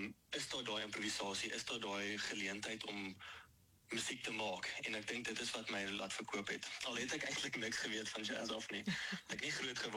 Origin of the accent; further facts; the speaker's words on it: Pretoria, Gauteng, South Africa; So ek is geboren in Pretoria. Ek het groot geword in die Moot area.